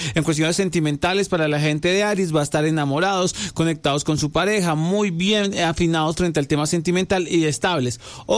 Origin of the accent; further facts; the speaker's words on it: Basque Country, Spain; Una vez que me gusta elaborar, yo soy un vasco, una hormiguita.